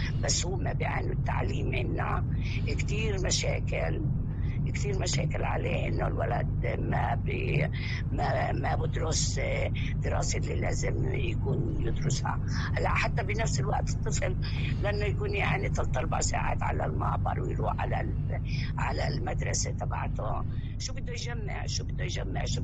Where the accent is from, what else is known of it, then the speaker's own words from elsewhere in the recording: Jerusalem, Palestine; الشعب الفلسطيني في داخل مدينة القدس، احنا بنعاني من القدس أصعب أيام الاحتلال،